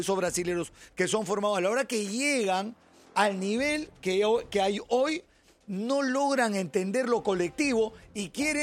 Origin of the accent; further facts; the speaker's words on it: Argentina; que los argentinos ahora van allí, viste, venimos de ser campeones, somos subcampeones.